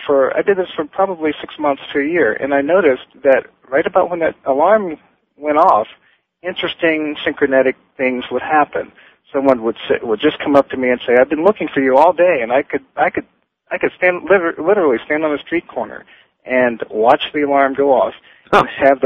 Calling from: Las Vegas, Nevada, United States; I'm calling you from Las Vegas, Nevada.

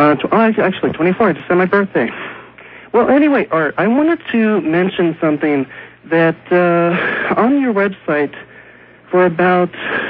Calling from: Pomona, California, United States; I'm in Pomona, California.

